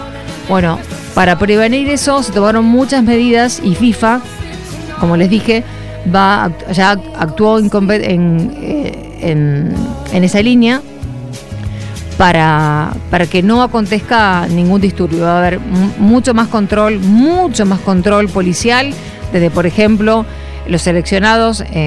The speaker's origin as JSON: {"language": "Spanish", "country": "Argentina", "said": "Hoy somos argentinos"}